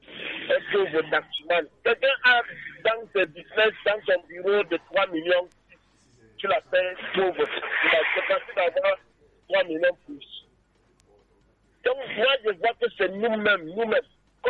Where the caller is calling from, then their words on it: Yaoundé, Centre, Cameroon; surtout ici à Yaoundé, que j'ai fait presque 10 ans.